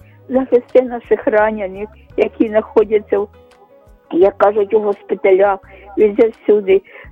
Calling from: Kyiv, Ukraine; я з Оболоні, я з Києва.

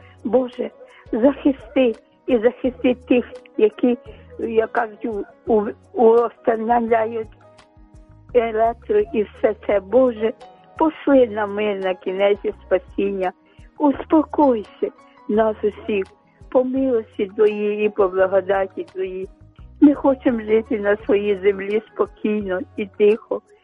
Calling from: Kyiv, Ukraine; я з Оболоні, з Києва.

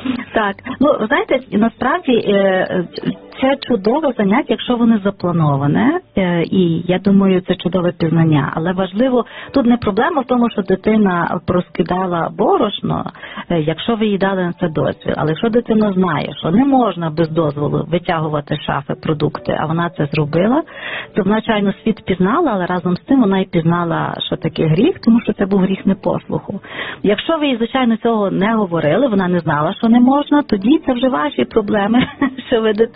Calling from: Lviv, Lviv Oblast, Ukraine; Я зі Львова.

